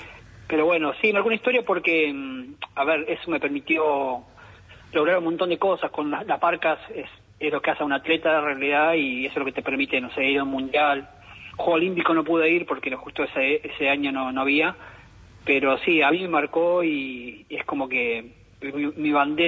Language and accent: Spanish; Entre Ríos, Argentina; 9 de julio Villaguay, que está cerca de mi pueblo.